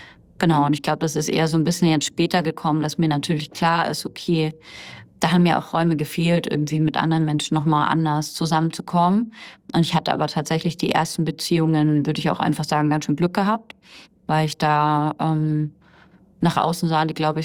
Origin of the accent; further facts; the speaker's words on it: Bavaria, Germany; Ich bin dann in Bayern aufgewachsen